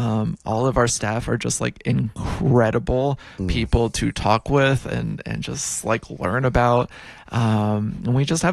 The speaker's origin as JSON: {"language": "English", "town": "Nashville", "region": "Tennessee", "country": "United States", "tie": "born or raised there", "said": "So I grew up in Nashville, Tennessee."}